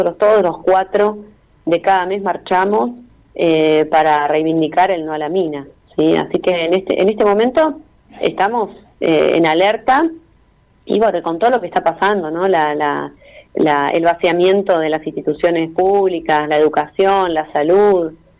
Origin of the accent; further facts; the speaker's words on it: Buenos Aires, Argentina; born there; moved away as an adult; now in Esquel, Argentina; Yo nací en Buenos Aires y hace 16 años me vine a vivir a la Patagonia, en Esquel. Estoy viviendo en Esquel, Chubut, en la zona cordillerana de la provincia.